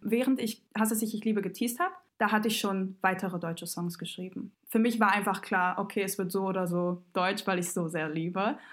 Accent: Montenegro

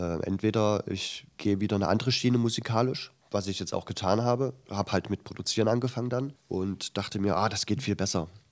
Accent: Halle, Saxony-Anhalt, Germany; born or raised there

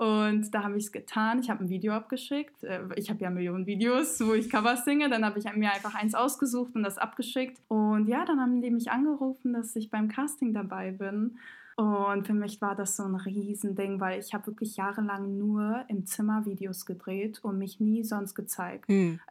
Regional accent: Montenegro

